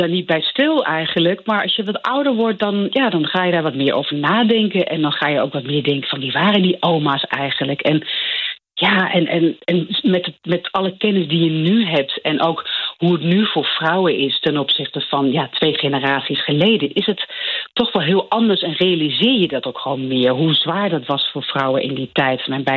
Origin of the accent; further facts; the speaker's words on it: Overijssel, Netherlands; accent: Twents; first language Twents; Ik wilde in het Twents zingen, had ik bedacht. Gewoon terug naar mijn moedertaal.